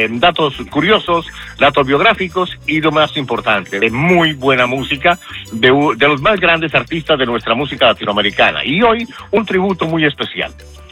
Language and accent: Spanish; Colombia; de tu tierra, de mi tierra, de Colombia